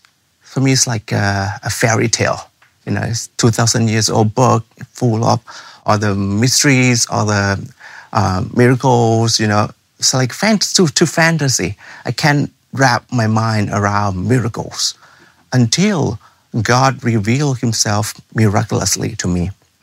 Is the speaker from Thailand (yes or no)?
yes; Thailand; English is a second language; I was from Thailand. We kind of be nice with people, but the way we are nice with people are different